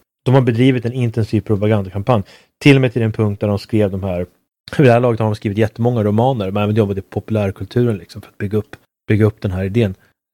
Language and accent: Swedish; Sweden; Och jag blev väldigt smickrad som svensk. Jag har ändå en gnista av patriotism inom mig.